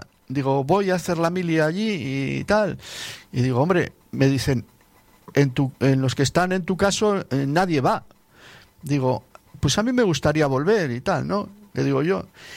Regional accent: San Andrés de Giles, Buenos Aires Province, Argentina; born there; moved away; No, no lo olvido. En primer lugar, bueno, porque es donde yo nací, lo quiero mucho, lo sigo queriendo, pero también mantuve relación por la familia que tengo allí

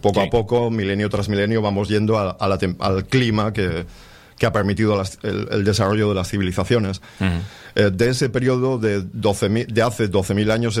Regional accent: Santoña, Cantabria, Spain; ha cambiado el viento en mi pueblo

